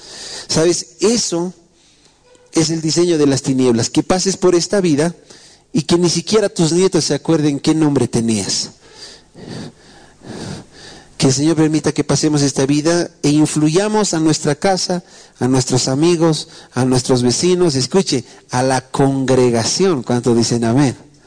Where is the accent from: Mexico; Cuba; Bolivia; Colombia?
Bolivia; antes que bolivianos somos ciudadanos del cielo.